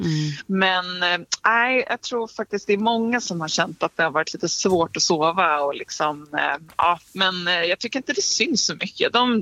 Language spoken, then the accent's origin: Swedish; Sweden; Alltså som svensk, vi hade ju liksom kunnat prata om det här året ut, tror jag.